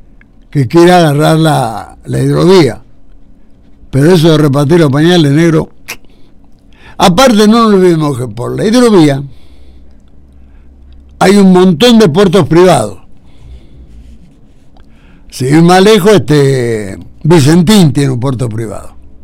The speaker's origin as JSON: {"language": "Spanish", "country": "Argentina", "said": "¿Por eso soy menos argentino que vos? No."}